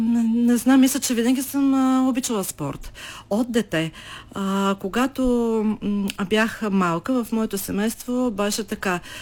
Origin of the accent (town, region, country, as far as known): Plovdiv, Plovdiv Province, Bulgaria; born or raised there